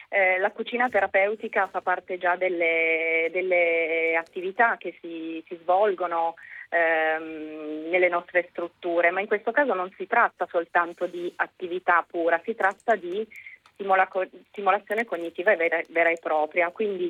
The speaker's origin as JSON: {"language": "Italian", "region": "Piedmont", "country": "Italy", "said": "pur da piemontese"}